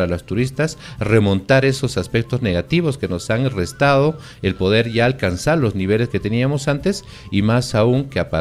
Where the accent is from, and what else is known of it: Cusco, Peru